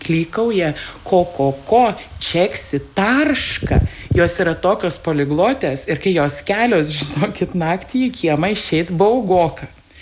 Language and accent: Lithuanian; Kaunas, Kaunas County, Lithuania; moved away as an adult; now in Zarasai District, Lithuania; aš esu pati kaunietė.